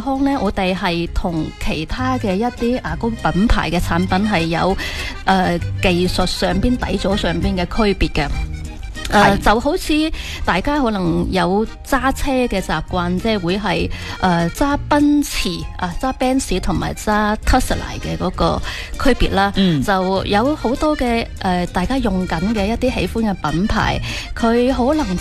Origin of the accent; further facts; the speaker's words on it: Foshan, Guangdong, China; 其实我咧都系土生土长嘅佛山顺德人嚟嘅